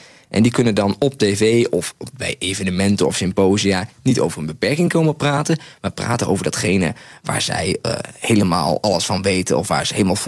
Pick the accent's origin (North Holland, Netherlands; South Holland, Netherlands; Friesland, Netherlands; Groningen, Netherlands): Groningen, Netherlands; Ze vonden mij juist heel direct als Groninger.